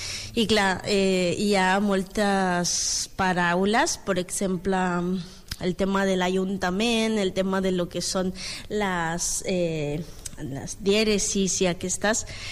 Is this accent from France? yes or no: no; Bolivia; Catalan is a second language; moved away as an adult; now in Spain; Ah, soc boliviana.